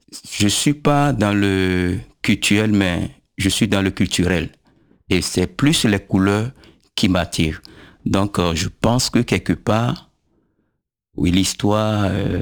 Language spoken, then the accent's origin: French; Abomey, Zou, Benin; born or raised there